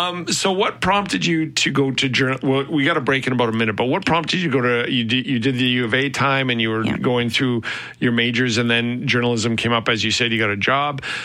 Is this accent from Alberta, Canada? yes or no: yes; Lethbridge, Alberta, Canada; I grew up in Lethbridge in the 80s, and so I detested the Oilers.